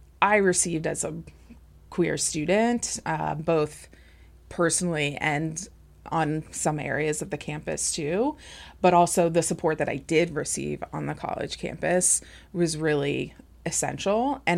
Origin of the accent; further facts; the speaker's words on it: New York, United States; also born or lived in Indiana; now in Geneseo, United States; I'm originally from New York.